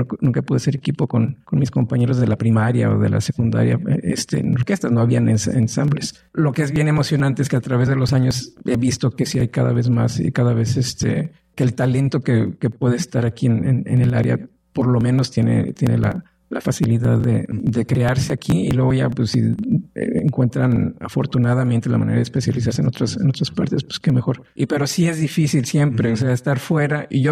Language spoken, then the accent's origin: Spanish; Monterrey, Nuevo León, Mexico; estamos en Monterrey, crecimos en Monterrey. Monterrey no era tierra fértil y tenemos una gran ciudad hoy en día. Estamos en medio del desierto prácticamente.